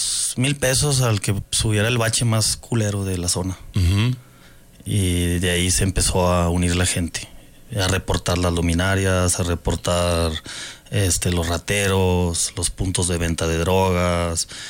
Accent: Saltillo, Coahuila, Mexico; born there; nació en el oriente de Saltillo. Vivo las mismas problemáticas que ellos. Vivo en el barrio.

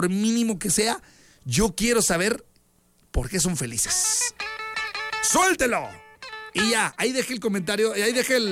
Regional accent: Saltillo, Coahuila, Mexico; Yo sí saludo y soy de Saltillo.

